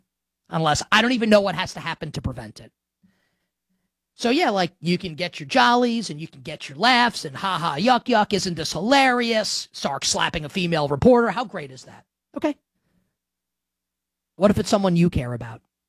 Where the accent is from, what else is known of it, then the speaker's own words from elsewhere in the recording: New York City, New York, United States; growing up in the Northeast, growing up in New York City.